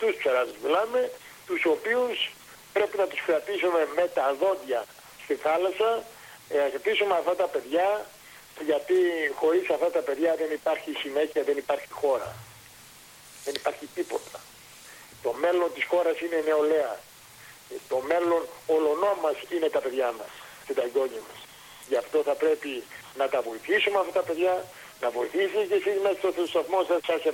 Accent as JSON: {"language": "Greek", "country": "Greece", "said": "Έχω την αίσθηση σαν Έλληνας"}